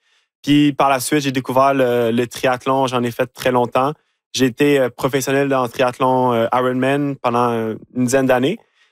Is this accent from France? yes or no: no; Sainte-Anne-des-Lacs, Quebec, Canada; also born or lived in Morin Heights; Saint-Anne-des-Lacs. Okay. Mais en fait, Morin Heights, ensuite Saint-Anne-des-Lacs.